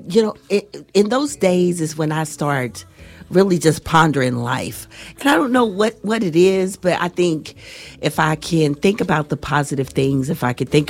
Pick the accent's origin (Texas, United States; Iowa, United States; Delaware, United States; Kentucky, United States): Kentucky, United States; Zion Hill; because we all came from Zion Hill, we claim each other, even if we're not related.